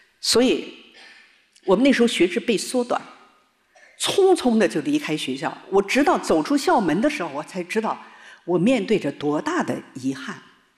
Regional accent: Harbin, Heilongjiang, China; moved away; 回到了我的家乡哈尔滨

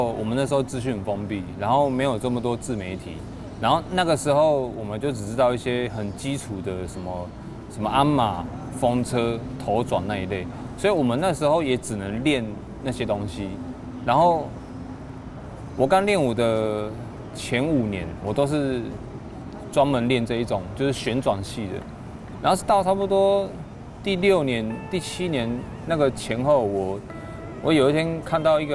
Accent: Taipei, Taiwan; moved away as an adult; now in southern Taiwan; 我是台北人，我20岁一个人来南部念书、生活、闯荡、创业，然后结婚、生子

